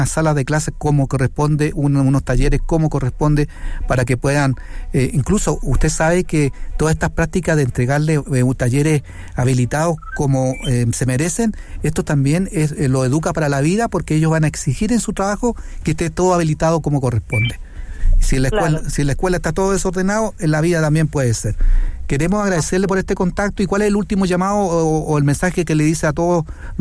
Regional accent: Calama, Antofagasta, Chile

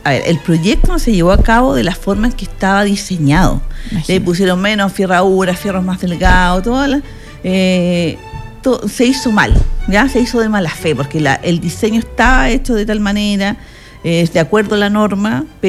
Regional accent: Chile; also born or lived in Concepción

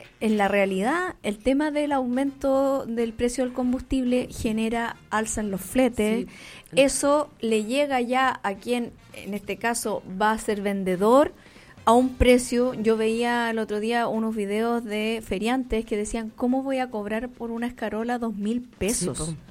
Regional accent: Chile

